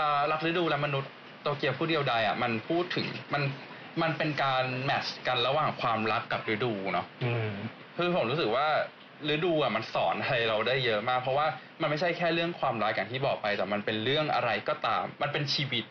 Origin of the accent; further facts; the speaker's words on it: Bangkok, Thailand; moved away as an adult; now in Japan; ตอนอยู่ไทยผมอยู่กรุงเทพเนาะผมเป็นคนกรุงเทพ